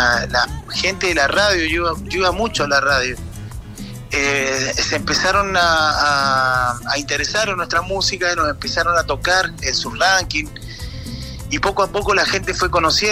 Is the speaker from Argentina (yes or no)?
yes; Mendoza, Argentina; moved away; cuando nos fuimos de Mendoza, siempre nos fuimos pensando en hacer música propia, hacer nuestra música. Mi papá siempre fue músico, mis tíos también. Nosotros nos criamos viéndolos tocar en distintos lugares.